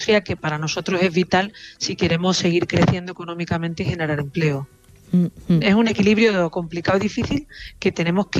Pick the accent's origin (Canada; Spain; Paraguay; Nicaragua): Spain; Andalusia; accent: Andalusian; sobre todo en mi tierra, en Andalucía. Tú verás que siempre pongo el acento andaluz.